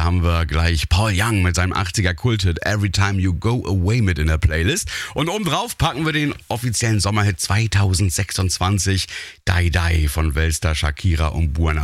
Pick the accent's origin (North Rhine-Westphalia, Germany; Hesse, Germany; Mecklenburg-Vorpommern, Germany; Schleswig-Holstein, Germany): Mecklenburg-Vorpommern, Germany; Malchow; Tino aus meiner Heimatstadt Malchow hat uns gerade eine WhatsApp-Nachricht geschickt.